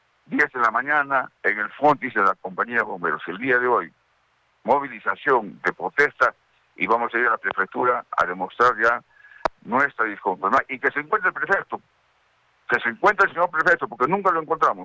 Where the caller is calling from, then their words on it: Peru; Somos ciudadanos peruanos.